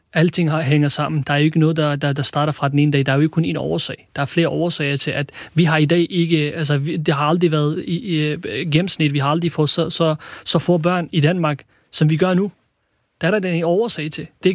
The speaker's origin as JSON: {"language": "Danish", "region": "Kurdistan Region", "country": "Iraq", "moved": "yes", "said": "Jeg er kurder fra Irak oprindeligt."}